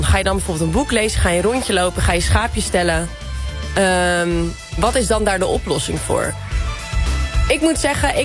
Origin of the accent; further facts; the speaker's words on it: Netherlands; Ja, het wordt tering heet. En wij als Nederlanders gaan het er weer lekker uitgebreid over hebben.